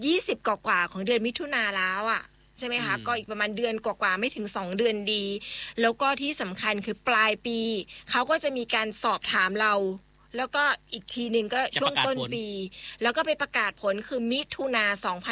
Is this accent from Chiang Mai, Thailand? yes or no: yes; Chiang Mai, Thailand; เราเป็นคนเชียงใหม่เอง